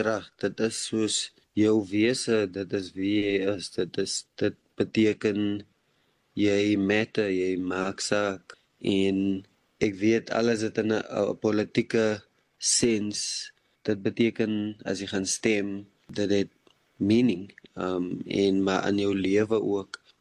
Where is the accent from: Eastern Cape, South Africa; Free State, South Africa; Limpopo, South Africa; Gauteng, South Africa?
Eastern Cape, South Africa; Port Elizabeth; Ek is van Treberga in die Ooskaap, dit is waar ek groot geword het. Dit was natuurlik Port Elizabeth